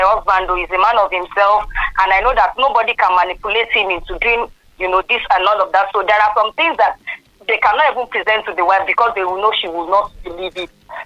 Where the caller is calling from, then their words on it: Ibadan, Oyo, Nigeria; calling from Ibadan.